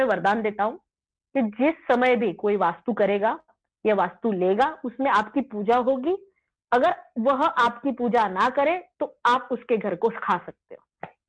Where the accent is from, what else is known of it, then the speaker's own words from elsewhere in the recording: Nashik, Maharashtra, India; born there; मेरा जन्म नासिक में हुआ है